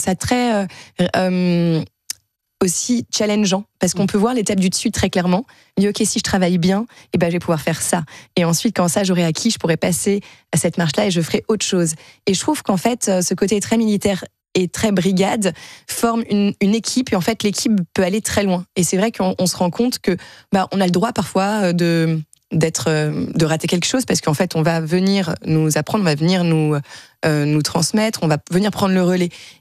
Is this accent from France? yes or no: yes; France; moved away as an adult; now in Mexico; comme je suis française